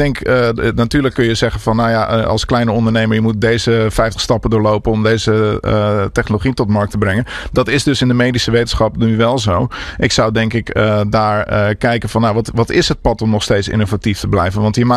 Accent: Sliedrecht, South Holland, Netherlands; ik kom uit Sliedrecht

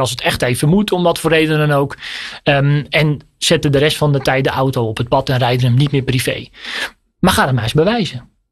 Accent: North Holland, Netherlands

